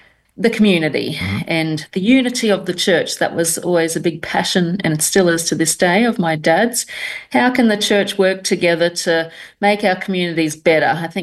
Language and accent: English; Toowoomba, Queensland, Australia; I was born and raised here in Toowoomba, beautiful city in Australia. We've come and gone to different places, but I always seem to keep coming back to Toowoomba.